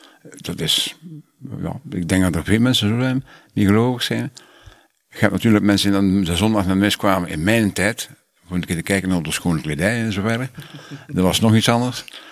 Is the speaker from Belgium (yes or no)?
yes; Ghent, Flanders, Belgium